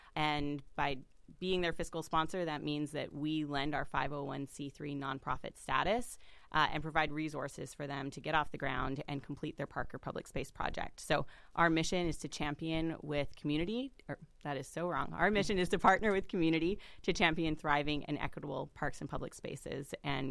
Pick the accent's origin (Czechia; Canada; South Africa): Canada; Vancouver, British Columbia; now in Seattle, United States; I just moved to Seattle during the pandemic. I'm from Vancouver, BC originally, and I wanted to kind of get back to the Pacific Northwest.